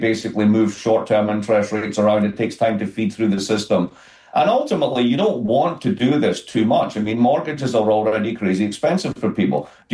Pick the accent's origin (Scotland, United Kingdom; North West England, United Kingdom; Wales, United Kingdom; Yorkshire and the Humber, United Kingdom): Scotland, United Kingdom; now in Massachusetts, United States; You can probably hear my accent. I'm from Scotland.